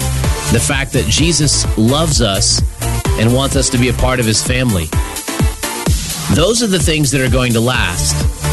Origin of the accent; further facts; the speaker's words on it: Picher, Oklahoma, United States; moved away; a lot of my hometown is gone. You can read about it if you just search for Pitcher, Oklahoma or Cardin, Oklahoma.